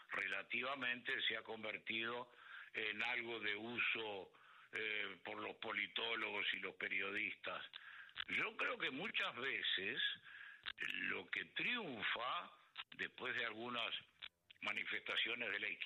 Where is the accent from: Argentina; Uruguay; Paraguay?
Uruguay